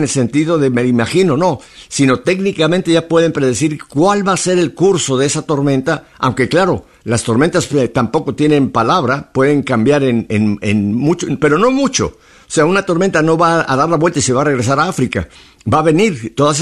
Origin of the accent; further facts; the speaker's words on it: Mexico; now in United States; yo soy americano, tengo una nacionalidad americana, aunque soy mexicano, y eso nunca se me va a quitar